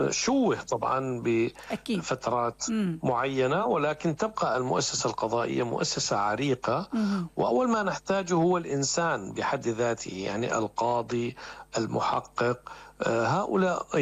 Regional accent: Syria; عندنا في سوريا

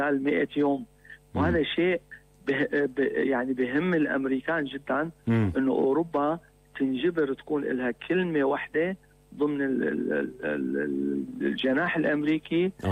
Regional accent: Jabal Amil, Lebanon; نحن لبنانيين، نحن مانا إيرانيين، نحن أبناء جبل عامل، إحنا شيعة لبنان، إحنا شيعة العرب

